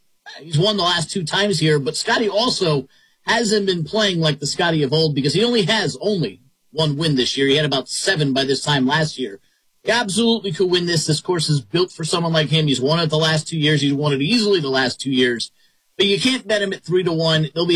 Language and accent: English; Miami, Florida, United States; I grew up in Miami, grew up at the Orange Bowl with the Canes and all of that.